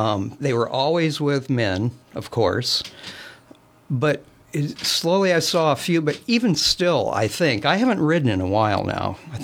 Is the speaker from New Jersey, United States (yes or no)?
no; Klamath Falls, Oregon, United States; I was raised in around Klamath Falls, Oregon.